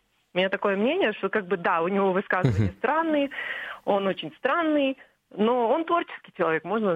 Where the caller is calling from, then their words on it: Almaty, Kazakhstan; Я звоню вам с Алматы